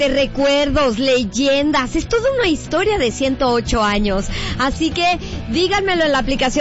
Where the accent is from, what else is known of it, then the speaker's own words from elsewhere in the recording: Puerto Vallarta, Jalisco, Mexico; Como me dicen, yo soy pata salada 100% y eso me encanta. Recordemos también que somos un puerto bellísimo, es paradisiaco.